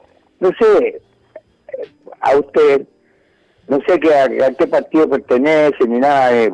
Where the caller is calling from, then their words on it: Moreno, Buenos Aires Province, Argentina; De Moreno.